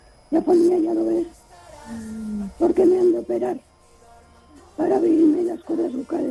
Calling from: Catalonia, Spain; de aquí de San Pablo.

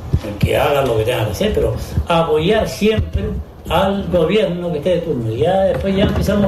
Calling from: Canary Islands, Spain; nosotros somos Gran Canaria.

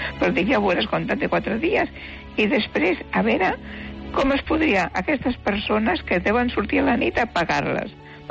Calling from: Barcelona, Catalonia, Spain; De Vivendes del Congrés

